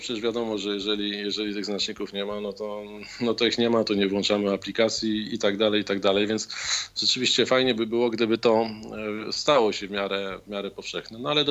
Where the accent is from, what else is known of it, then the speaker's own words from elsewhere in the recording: Warsaw, Masovian Voivodeship, Poland; nie w Warszawie, skąd jestem